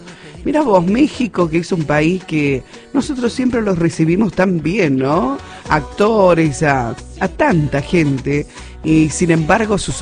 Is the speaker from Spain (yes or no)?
no; Argentina; como argentina y admiradora